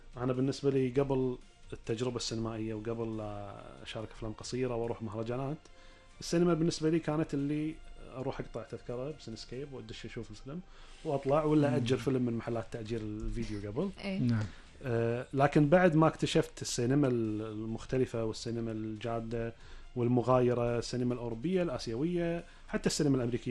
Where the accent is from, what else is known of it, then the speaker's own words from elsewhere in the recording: Kuwait; احنا بالكويت عندنا صناعه للمسلسلات